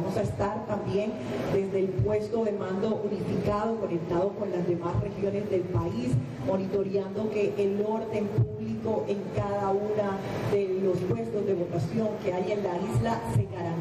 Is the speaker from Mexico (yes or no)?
no; Colombia